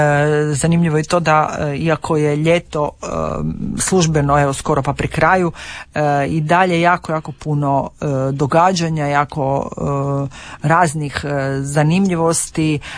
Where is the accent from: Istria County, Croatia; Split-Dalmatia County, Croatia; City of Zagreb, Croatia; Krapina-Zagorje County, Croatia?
Istria County, Croatia; Premantura; Odrasla sam u Premanturi na Rt Kamenjaku i sjećam se kako je to bilo nekad